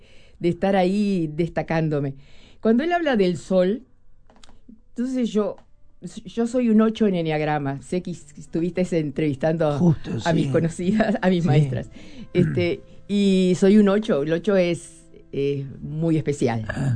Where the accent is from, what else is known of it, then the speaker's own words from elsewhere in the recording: Cardona, Soriano, Uruguay; moved away as an adult; also born or lived in Montevideo, Uruguay; Yo nací en Montevideo, pero me crié hasta que me casé muy joven, en Cardona, departamento de Soriano.